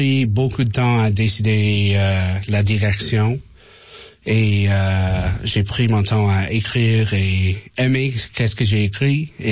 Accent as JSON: {"language": "French", "town": "Ottawa", "region": "Ontario", "country": "Canada", "said": "Parce que je viens d'Ottawa."}